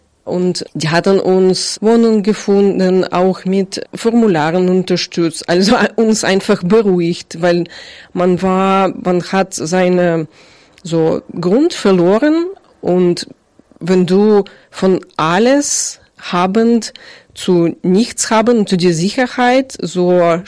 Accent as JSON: {"language": "German", "region": "Kyiv", "country": "Ukraine", "second_language": "German", "moved": "yes", "lives_now": "Zeitz, Germany", "said": "ich komme aus Großstadt, aus dem Hauptstadt Kiew"}